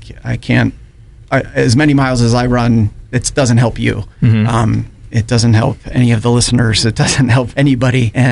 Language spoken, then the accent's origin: English; Youngstown, Ohio, United States; I'm from Youngstown, grew up there.